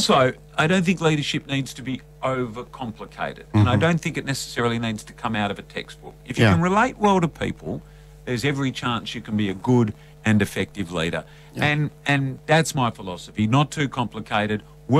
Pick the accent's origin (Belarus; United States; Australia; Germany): Australia; Perth, Western Australia; I caught them as a young man growing up in Florian, and they still go past where I live.